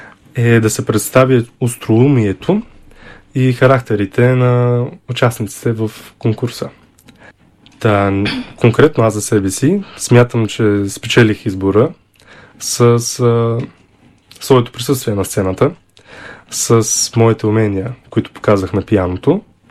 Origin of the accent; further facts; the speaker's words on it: Targovishte Province, Bulgaria; Аз съм от Търговище.